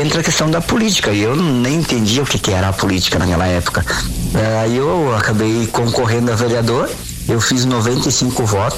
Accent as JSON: {"language": "Portuguese", "town": "Nova Prata", "region": "Rio Grande do Sul", "country": "Brazil", "also_born_or_lived": "Bagé", "lives_now": "Veranópolis, Brazil", "said": "Eu saí de Nova Prata em 95."}